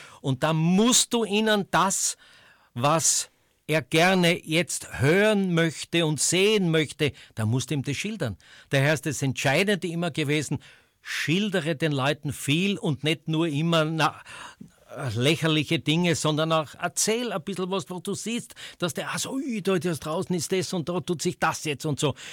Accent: Styria, Austria; accent: Styrian dialect; und ich war halt auch ein Steirer, der halt ein bisschen...

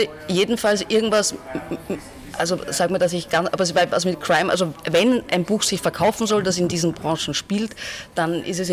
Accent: Salzburg, Austria; moved away as an adult; also born or lived in Vienna; ich bin geboren in Salzburg, in einem Krankenhaus, das es auch nicht mehr gibt, das wurde abgerissen. Und habe dort meine ersten 18 Lebensjahre verbracht, dann bin ich nach Wien

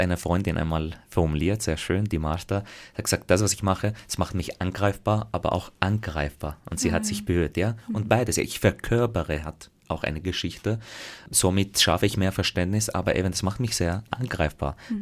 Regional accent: Graz, Styria, Austria; ich dann versucht habe zu sagen, ich komme aus Graz, wenn ich wo unterwegs war, dann war gleich die Frage, wo ich so wirklich her

